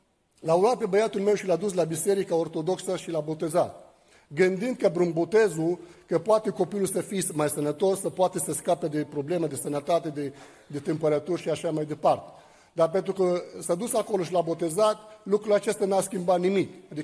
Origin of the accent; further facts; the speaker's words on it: Lebanon; moved away as an adult; now in Bucharest, Romania; sunt din Liban, m-am născut într-o familie de musulmani și aiți.